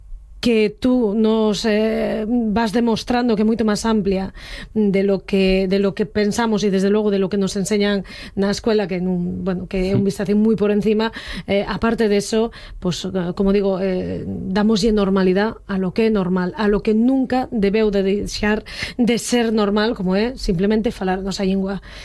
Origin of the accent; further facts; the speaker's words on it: Asturias, Spain; lo que estamos haciendo aquí precisamente es reivindicar que somos dos asturianos falando asturiano.